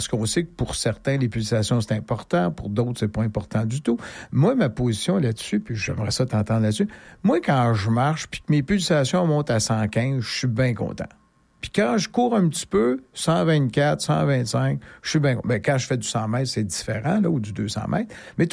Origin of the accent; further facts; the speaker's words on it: Montreal, Quebec, Canada; Je suis né et j'ai passé mon enfance à Côte-des-Neiges.